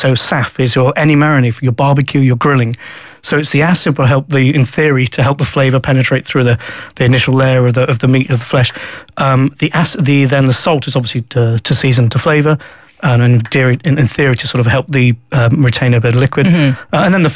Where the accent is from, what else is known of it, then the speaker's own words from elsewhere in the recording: northern India, India; I'm northern Indian, so I would say Lucknow.